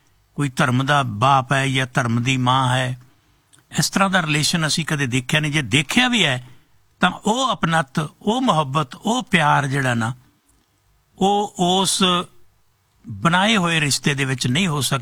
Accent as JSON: {"language": "Punjabi", "region": "Punjab", "country": "India", "moved": "yes", "said": "ਸਾਡੀ ਵੀ ਕੋਸ਼ਿਸ਼ ਹੁੰਦੀ ਹੈ ਕਿ ਅਸੀਂ ਪੰਜਾਬ ਤੋਂ ਚੱਲ ਕੇ 12-13 ਹਜ਼ਾਰ ਕਿਲੋਮੀਟਰ ਦੂਰ ਬੈਠੇ ਪੰਜਾਬੀ ਭੈਣ ਭਰਾਵਾਂ ਨੂੰ ਉਸ ਪੰਜਾਬ ਦੇ ਬਾਰੇ, ਉਸ ਪੰਜਾਬੀ ਮਾਂ ਬੋਲੀ ਦੇ ਬਾਰੇ"}